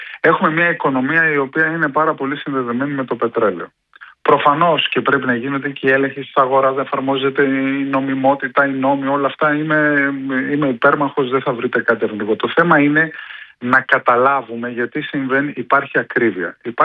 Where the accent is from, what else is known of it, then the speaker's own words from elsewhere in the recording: Thalames, Peloponnese, Greece; από το χωριό μου στις Θαλάμες, στις Δυτικές Μάνες